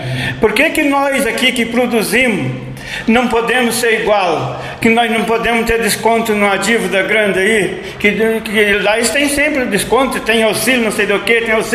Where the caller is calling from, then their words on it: Brazil; nós moramos no Brasil